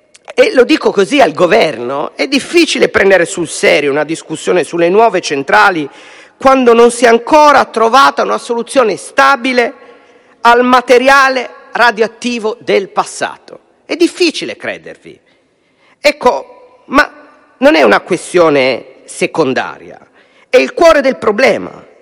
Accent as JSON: {"language": "Italian", "region": "Piedmont", "country": "Italy", "said": "io sono piemontese e le conosco bene"}